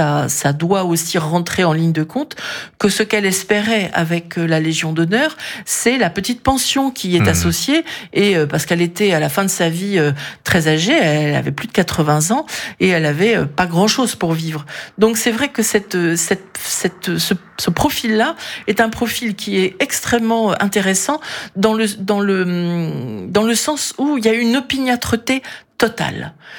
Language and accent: French; Brittany, France; je suis présente sur plein de salons, notamment en Finistère, puisque je suis des Monts d'Arrée.